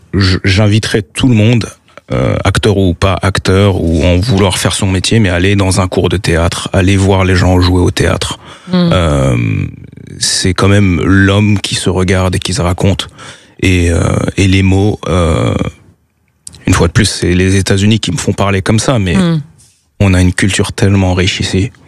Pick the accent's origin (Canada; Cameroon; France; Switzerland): France; En tant que Français, issu d'immigration